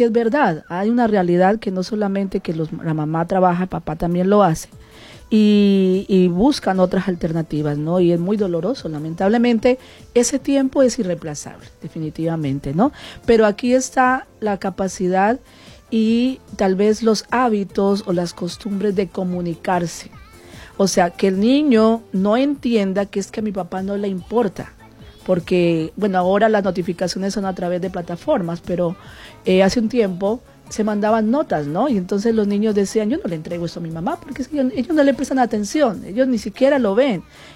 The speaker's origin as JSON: {"language": "Spanish", "region": "Huila", "country": "Colombia", "accent": "Opita", "said": "hay una población de Colombia que se llama Los Opitas y tenemos un acento más o menos."}